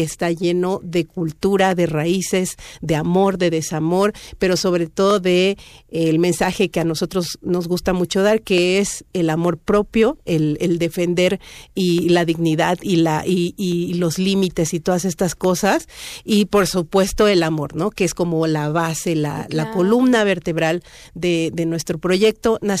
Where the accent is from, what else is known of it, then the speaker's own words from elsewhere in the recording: Tuxtla Gutiérrez, Chiapas, Mexico; now in Mexico City, Mexico; y yo soy del centro de la capital de Tuxtla Gutiérrez. Y bueno, nos conocimos acá, ya tenemos veintitantos años viviendo en la Ciudad de México